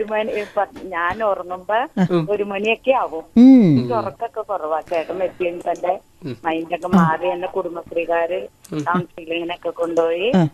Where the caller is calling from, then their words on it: Kerala, India; എന്റെ വീട് ചാലക്കുടി കഴിഞ്ഞാണ്.